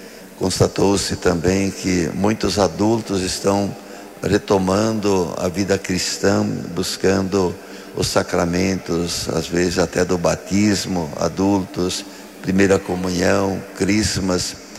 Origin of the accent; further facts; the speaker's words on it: Brazil; somos como brasileiros e brasileiras nesta terra de Santa Cruz